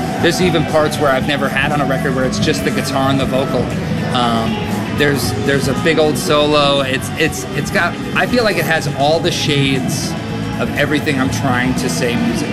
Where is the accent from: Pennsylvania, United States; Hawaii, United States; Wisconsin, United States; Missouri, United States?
Wisconsin, United States; now in Nashville, United States; But originally, I grew up in Wisconsin. And it was like right near the border of Wisconsin and Illinois.